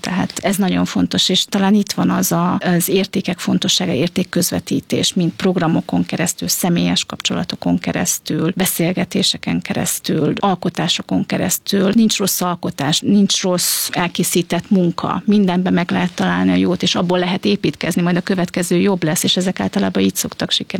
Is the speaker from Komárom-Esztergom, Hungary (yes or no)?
no; Szeged, Csongrád-Csanád, Hungary; born there; Igen, hát én Szegeden születtem